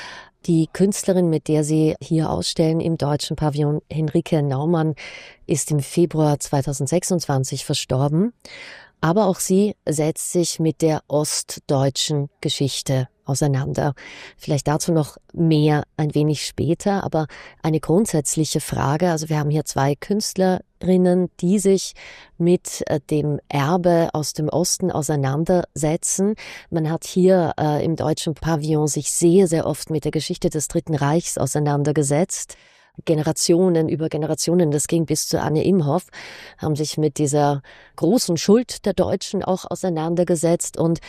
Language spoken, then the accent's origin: German; Austria; Ich bin Österreicherin